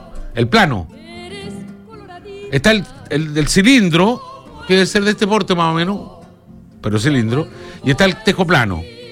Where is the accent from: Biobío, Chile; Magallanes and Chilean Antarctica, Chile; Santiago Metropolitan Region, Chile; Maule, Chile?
Magallanes and Chilean Antarctica, Chile; moved away; de donde yo vengo, en Magallanes